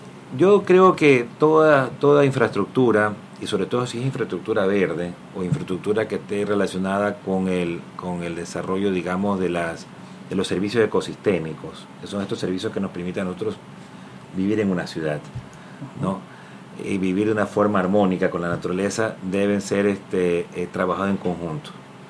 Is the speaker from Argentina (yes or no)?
no; Guayaquil, Guayas, Ecuador; somos los guayaquileños, pues.